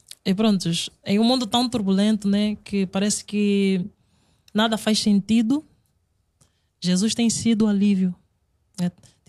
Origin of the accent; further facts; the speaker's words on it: Lisbon, Portugal; Não, eu sou de Lisboa.